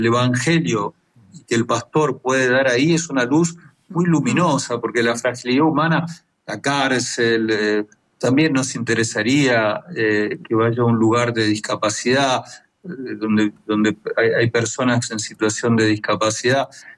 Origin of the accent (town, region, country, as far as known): Argentina